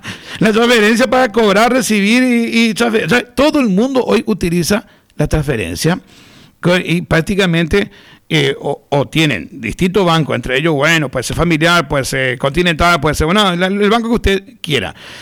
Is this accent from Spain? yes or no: no; Paraguay